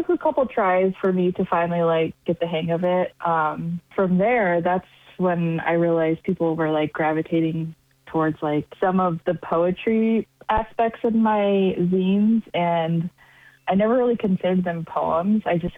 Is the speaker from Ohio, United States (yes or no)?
no; Flagstaff, Arizona, United States; I grew up in Flagstaff, so it was very much like kind of like an artistic community.